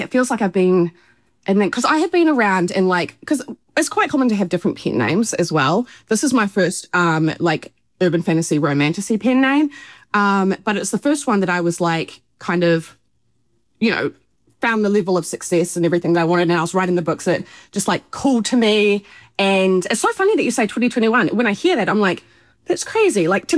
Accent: New Zealand; Which doesn't come sort of naturally to me as a Kiwi anyway

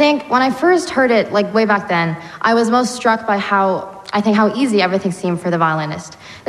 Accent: Irvine, California, United States; also born or lived in Cambridge, England; I'm from Irvine, California, where I'll be studying at the Corcoran School for the coming school year. But I actually spent the first 10 years of my life in Cambridge, England.

